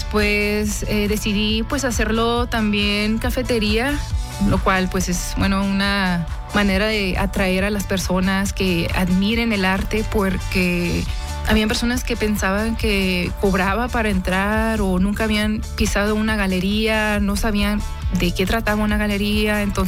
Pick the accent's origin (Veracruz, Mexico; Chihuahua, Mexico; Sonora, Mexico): Chihuahua, Mexico; Ojinaga; aún así siendo mexicanos, yo siendo de Ojinaga, una frontera que pues se vive ahí la vida pues muy lento, o sea, somos muy tranquilos, especialmente en Presidio, que es, no me gustaría decirle que pueblo fantasma, pero son lugares cálidos